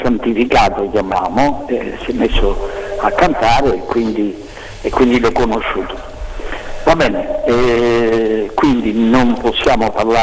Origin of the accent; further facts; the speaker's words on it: Recanati, Marche, Italy; Io sono di Recanati, a Macerata.